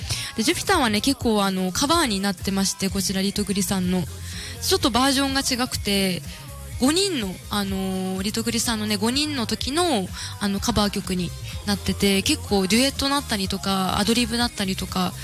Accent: Hokkaido, Japan; やっぱりその北海道の思いも込めて … っていう曲に急遽ね変えて決勝を挑みました。

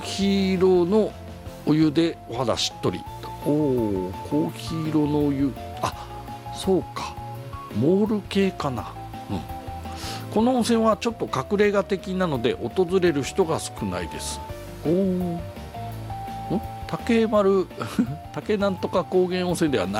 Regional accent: Hokkaido, Japan; もう普通に使っちゃいますよね、まあ、北海道人だから。

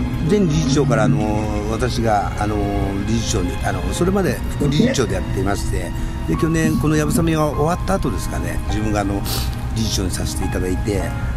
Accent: Sagamihara, Kanagawa, Japan; 私の地元は神奈川県の相模原なんで、

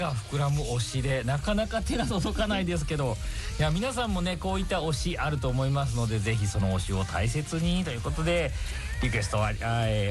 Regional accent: Nishio, Aichi, Japan; 私愛知県西尾市の西尾高校出身なんですけど

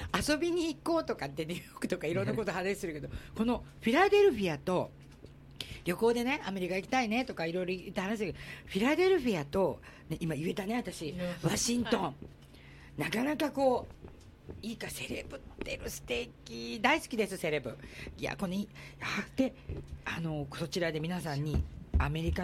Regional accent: Osaka, Japan; 大阪でずっと学校も出て就職も出てやってきたんだけど、やっぱりこう泣き人、私も沖縄の心は忘れないで育てられます。

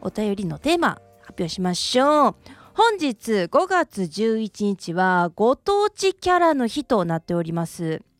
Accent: Hyogo, Japan; now in Kanto, Japan; 私の地元である兵庫県の有馬温泉とかって出てるんですけれども、

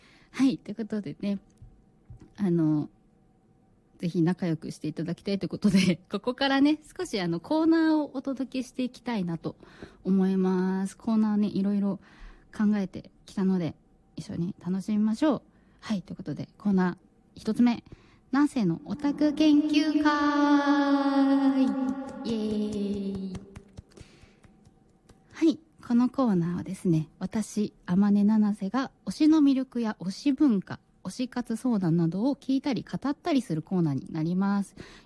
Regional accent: Aomori, Japan; moved away as an adult; now in Tokyo, Japan; まず出身が、東京ではなくて青森になります。青森からね、10年前ぐらいですね、上京をしてきて、もう東京に今10年ぐらい住んでいます。

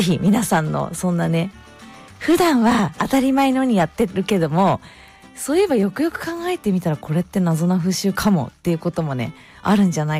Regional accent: Sendai, Miyagi, Japan; now in Kazuno, Japan; 地元の仙台

